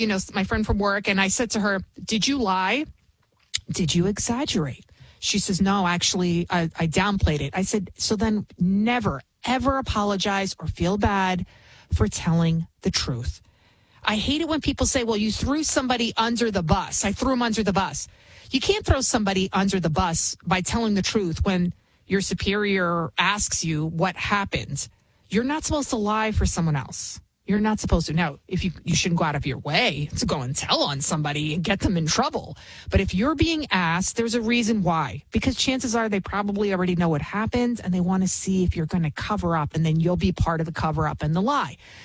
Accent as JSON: {"language": "English", "town": "Bronx", "region": "New York", "country": "United States", "second_language": "English"}